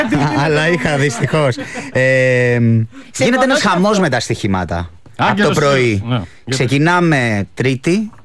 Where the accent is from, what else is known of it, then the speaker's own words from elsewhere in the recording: Greece; σαν Έλληνες